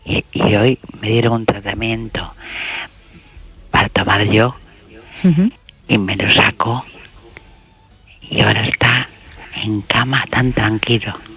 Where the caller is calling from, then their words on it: Vigo, Galicia, Spain; Desde Vigo.